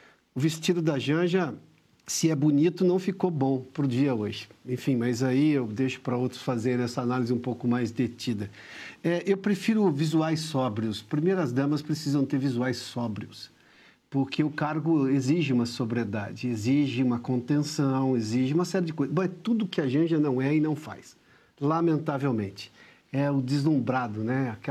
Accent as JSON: {"language": "Portuguese", "region": "São Paulo", "country": "Brazil", "said": "interior de São Paulo, de onde eu venho, no meio da década de 80, isso já não era chique, tá?"}